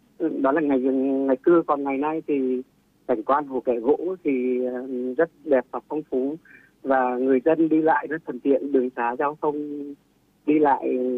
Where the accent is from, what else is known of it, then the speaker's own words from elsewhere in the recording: Can Lộc, Hà Tĩnh, Vietnam; À đúng rồi, mình quê ở gốc ở Can Lộc, Hà Tĩnh.